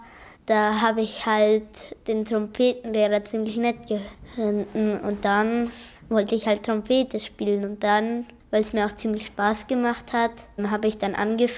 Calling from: Bad Hindelang, Bavaria, Germany; ich bin 8 Jahre alt und ich komme aus Bad Hindelang

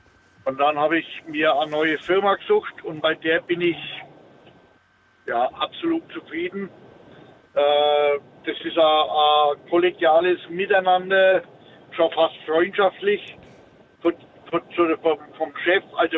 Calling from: Bavaria, Germany; Ich rufe aus Oberheit bei Bamberg an, also ich bin mit meinem LKW unterwegs.

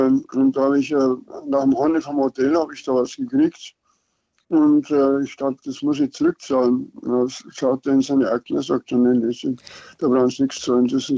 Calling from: Bavaria, Germany; als Niederbayer

